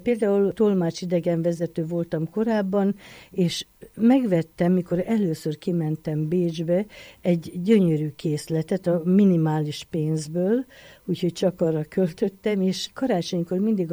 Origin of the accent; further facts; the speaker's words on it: Jász-Nagykun-Szolnok, Hungary; born there; moved away; also born or lived in Debrecen / Bulgaria; Jászberény mellett születtem, és később Debrecenbe jártam iskolába, onnan pedig az ötvösre kerültem, bulgár szakra, amiből 3 évet Bulgáriába töltöttem